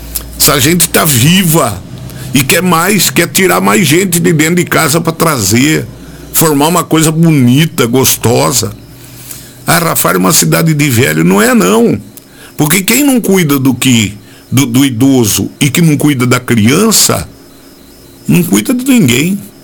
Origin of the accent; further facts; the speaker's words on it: Brazil